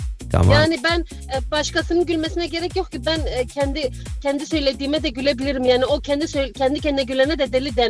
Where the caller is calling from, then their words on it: Frankfurt, Hesse, Germany; ben Frankfurt'tan